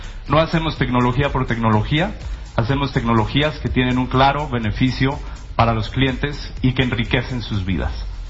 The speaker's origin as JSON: {"language": "Spanish", "country": "Mexico", "said": "Y pues más para mí como mexicano, como latino."}